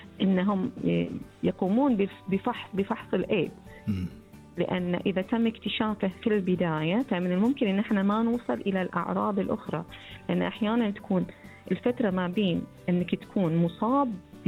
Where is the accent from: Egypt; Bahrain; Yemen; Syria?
Bahrain; إجراء الفحص يتم عندنا في البحرين